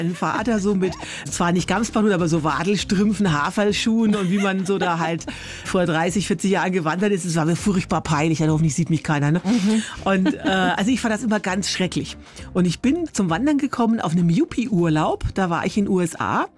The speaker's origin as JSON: {"language": "German", "town": "Forchheim", "region": "Bavaria", "country": "Germany", "said": "Also ich komme so aus Franken. Jetzt mal Grüße an alle Forchheimer. Der Hausberg, dort ist das Walbala."}